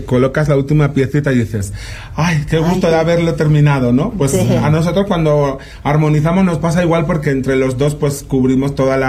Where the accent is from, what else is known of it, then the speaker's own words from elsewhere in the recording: Spain; now in Mexico; muchísimo más que en mi país, muchísimo más que en cualquier otro. Y sí me siento ya muy de aquí. Hay muchas palabras que ya, pues, de forma natural me salen como de aquí, que en España no tienen sentido